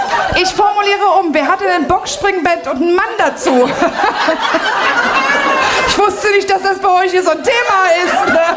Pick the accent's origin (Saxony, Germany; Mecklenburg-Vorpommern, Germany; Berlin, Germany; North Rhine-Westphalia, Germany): Saxony, Germany